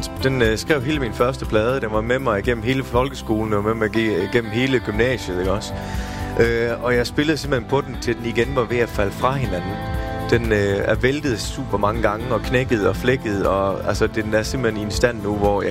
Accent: Tønder, Region of Southern Denmark, Denmark; det er mit barndomshjem i Tønder, ude på Dyrhusvej. Sådan en rødstens murvilla der, murmestervilla.

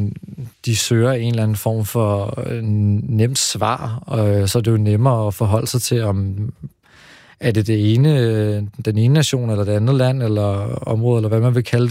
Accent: Slagelse, Zealand, Denmark; born there; also born or lived in Israel; now in Copenhagen, Denmark; jeg er vokset op i delvist i Slagelse

